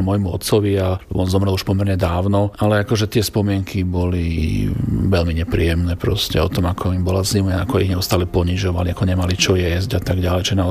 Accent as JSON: {"language": "Slovak", "town": "Zvolen", "region": "Banská Bystrica Region", "country": "Slovakia", "said": "ja som zo stredného Slovenska, čiže zo Zvolena. Hrdý Zvolenčan"}